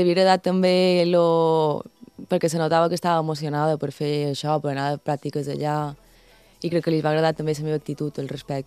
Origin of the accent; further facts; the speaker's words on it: Palma, Balearic Islands, Spain; now in New York, United States; jo soc de Palma.